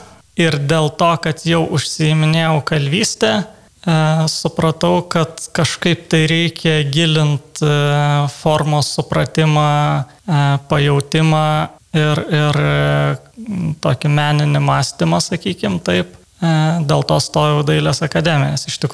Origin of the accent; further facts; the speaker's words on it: Vilnius, Vilnius County, Lithuania; moved away as an adult; also born or lived in Kaunas; aš pats esu vilnietis, bet taip gavosi, kad išvažiavau studijuoti Kauną.